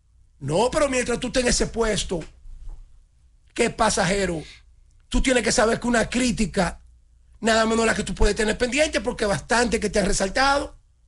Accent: Dominican Republic; moved away; also born or lived in New York; Yo soñaba con volver a mi país, porque en mi país …

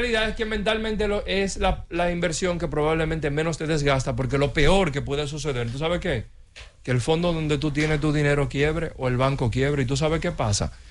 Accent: Dominican Republic; nosotros como dominicanos

